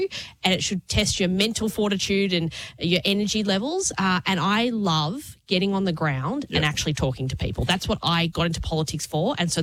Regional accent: Melbourne, Victoria, Australia; I was born in Victoria. I grew up in Melbourne, and I'm choosing to raise my family here.

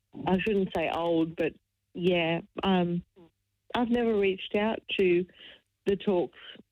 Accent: Sydney, New South Wales, Australia; now in South Coast, Australia; I grew up in Sydney, in Epping, and yeah, moved to the South Coast.

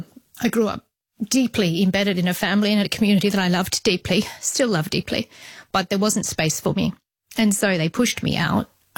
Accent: Australia; I am obviously Australian. I was raised fifth generation inside the group here in Australia. I came from a rural remote community

